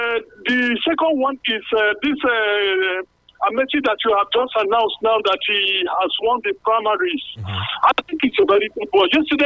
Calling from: Sabongida-Ora, Edo, Nigeria; I'm calling from Sabongida Ora.

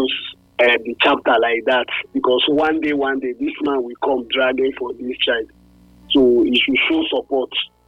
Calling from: Umuahia, Abia, Nigeria; I'm calling from Umuahia.

